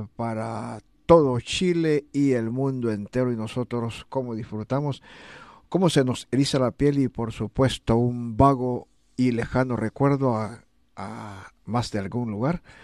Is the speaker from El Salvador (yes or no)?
yes; El Salvador; moved away; a mí me dicen, ¿de dónde sos? Automáticamente salvadoreño. No, de verdad, sí, que no parece salvadoreño, que no parezco es una cosa, pero soy orgullosamente salvadoreño.